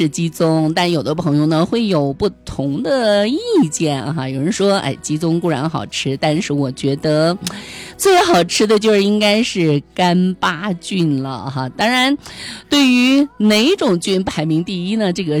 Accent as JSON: {"language": "Chinese", "town": "Yuxi", "region": "Yunnan", "country": "China", "said": "当然也是咱们云南人啊，咱们玉溪人家这个餐桌上的当之无愧的一个下饭神器哈"}